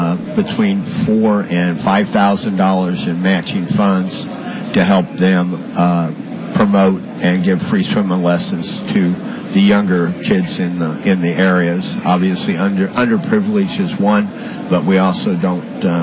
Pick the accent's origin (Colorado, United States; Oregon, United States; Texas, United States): Texas, United States; Houston; we're both from Houston